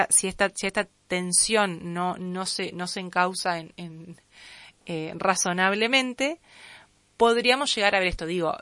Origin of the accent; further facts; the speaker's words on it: Argentina; Me duele decir esto como argentina